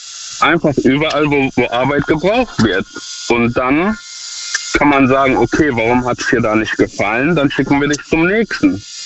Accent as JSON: {"language": "German", "town": "Duisburg", "region": "North Rhine-Westphalia", "country": "Germany", "said": "Ich komme aus Duisburg."}